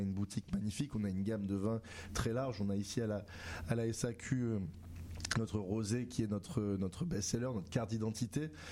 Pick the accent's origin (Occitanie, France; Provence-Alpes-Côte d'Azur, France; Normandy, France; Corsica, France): Provence-Alpes-Côte d'Azur, France; Aix-en-Provence; moved away as an adult; also born or lived in Paris; De Paris à Aix-en-Provence, là où j'ai grandi, là où je suis né.